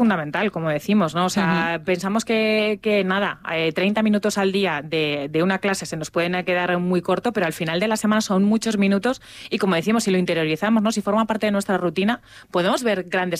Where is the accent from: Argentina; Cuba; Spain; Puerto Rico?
Spain; Seguimos siendo los españoles en general, bueno, esos grandes tímidos, ¿no?